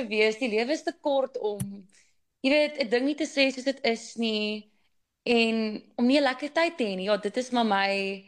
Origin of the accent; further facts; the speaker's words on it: Durbanville, Western Cape, South Africa; Ek het groot geword in Durbanville. Ek het twee broers.